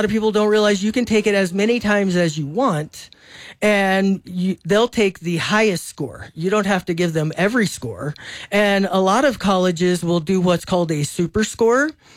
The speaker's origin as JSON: {"language": "English", "town": "Lubbock", "region": "Texas", "country": "United States", "tie": "born or raised there", "moved": "as an adult", "lives_now": "New Mexico, United States", "said": "I grew up in Lubbock"}